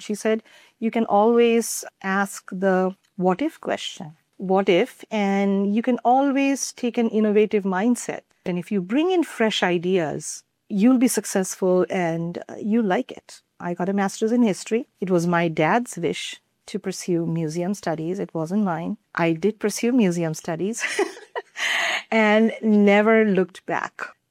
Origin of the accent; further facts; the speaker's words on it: India; So even when I was growing up in India, my K through 12 schooling was in a parochial school in a German Catholic convent.